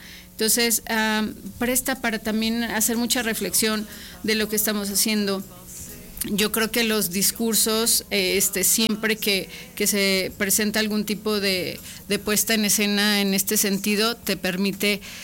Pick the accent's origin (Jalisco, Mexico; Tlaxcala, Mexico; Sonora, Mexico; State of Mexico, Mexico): Jalisco, Mexico; San Julián; moved away; Yo vengo de San Julián, Jalisco, que es el municipio considerado la cuna de la cristera